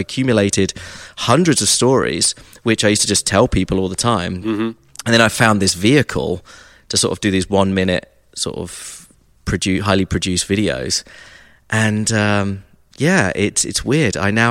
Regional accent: Brighton, South East England, United Kingdom; moved away as an adult; also born or lived in Nashville; now in Atlanta, United States; I'm from the south coast of England, Brighton.

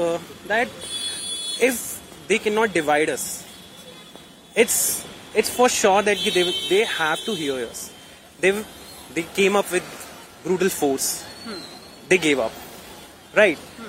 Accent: Delhi, India; I'm coming from Delhi itself.

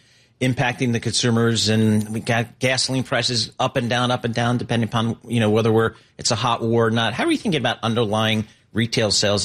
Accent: East Coast, United States; also born or lived in California; being an East Coast person

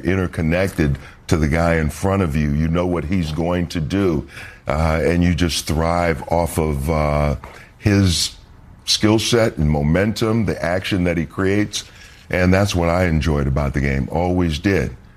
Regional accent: St. Paul, Minnesota, United States; I grew up in Minnesota, in nice people. Great, you know, I had a great upbringing, St. Paul, Minnesota

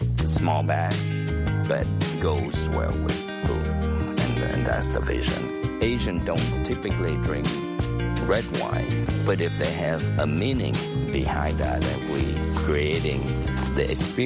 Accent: Ho Chi Minh City, Vietnam; also born or lived in Silicon Valley, United States; now in United States; I'm from Vietnam, and I was born and raised in Saigon, Vietnam. I came to the U.S. as a refugee.

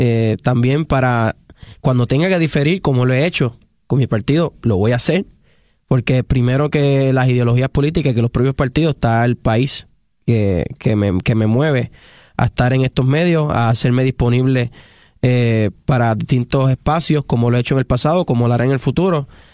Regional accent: Puerto Rico; porque nosotros no solamente somos el futuro, somos el presente de Puerto Rico.

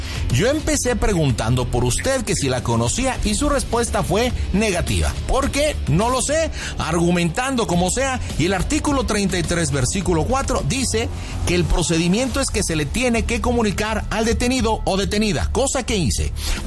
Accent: Nuevo León, Mexico; me está criticando porque soy una persona nacida en Nuevo León, soy regia, soy fuerte, soy contundente.

